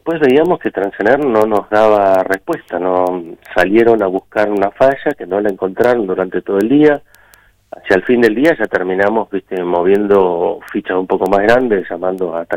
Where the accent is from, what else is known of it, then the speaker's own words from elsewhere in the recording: El Calafate, Santa Cruz, Argentina; a mí que soy de Calafate